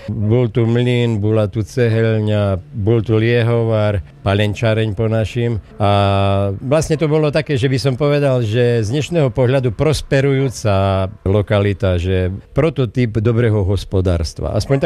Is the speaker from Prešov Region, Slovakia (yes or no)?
yes; Prešov Region, Slovakia; U nás v Šarišu še tému utorí, že komenciaši, to je taký ten šarišský výraz